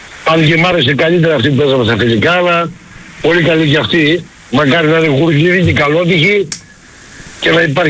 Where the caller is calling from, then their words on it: Greece; που είμαι Έλληνας, θέλω να αλλάξω ηθαγένεια